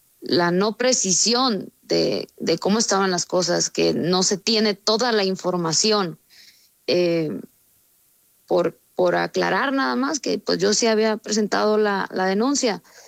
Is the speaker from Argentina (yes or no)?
no; Sinaloa, Mexico; pues soy norteña, soy sinaloense